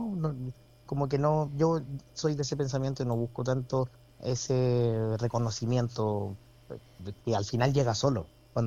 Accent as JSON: {"language": "Spanish", "town": "Arica", "region": "Arica y Parinacota", "country": "Chile", "tie": "born or raised there", "said": "nosotros que somos de Arica"}